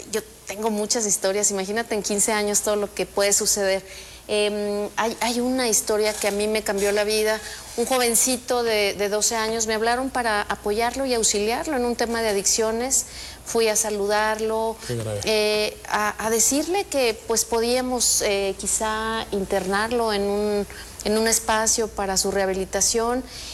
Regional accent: Zamora, Michoacán, Mexico; yo soy originaria de Zamora.

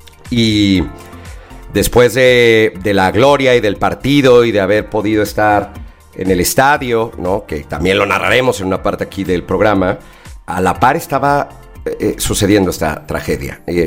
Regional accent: Mexico; disfrutando, por supuesto, de nuestro México mágico, único y espectacular

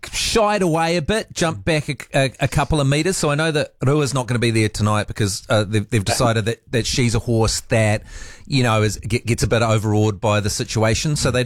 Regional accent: Dunedin, Otago, New Zealand; now in Auckland, New Zealand; I'm from Dunedin and live at Auckland.

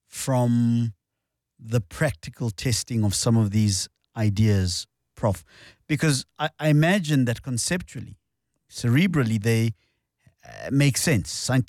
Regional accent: Pretoria, Gauteng, South Africa; I'm a Praetorian. I'm from Mamelodi

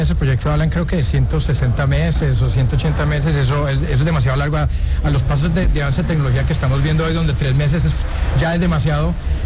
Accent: Colombia; pero yo soy colombiano, entonces mi corazón está en Colombia

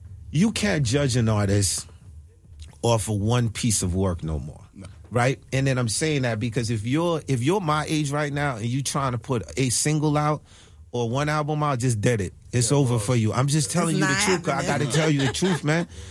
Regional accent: Haiti; moved away; I'm from Haiti next to Cuba.

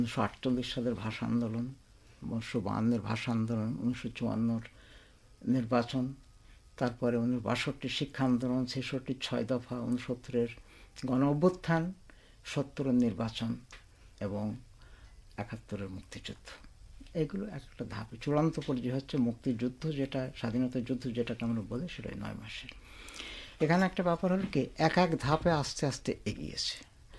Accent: Chuadanga District, Khulna Division, Bangladesh; moved away as an adult; also born or lived in Rajshahi; now in Brisbane, Australia; আমি ব্রিসবেনে আছি 1990 সাল থেকে। আমি আমার জন্মস্থান চুয়াডাঙ্গা জেলায়, আমার পড়াশোনা চুয়াডাঙ্গা জেলার একটা হাই স্কুল দর্শনাতে

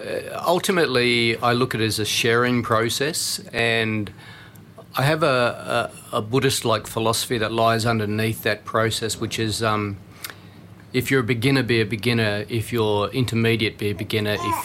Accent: New Zealand; moved away; I think I started my art practice as quite a young person growing up in New Zealand. So where I grew up, we have mountains and a couple good rivers.

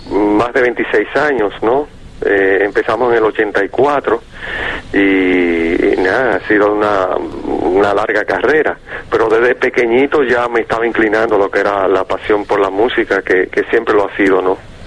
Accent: Santo Domingo, Distrito Nacional, Dominican Republic; born there; Yo nací en Santo Domingo, en junio del 57

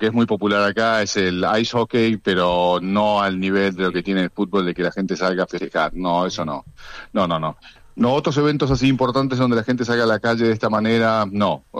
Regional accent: Argentina; now in Switzerland; yo como argentino

